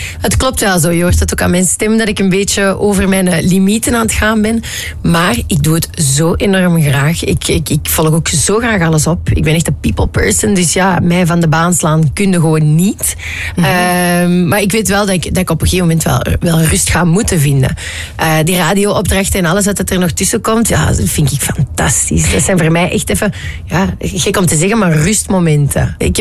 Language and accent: Dutch; Netherlands; En voor de rest ben ik een Nederlander, in hart en nieren.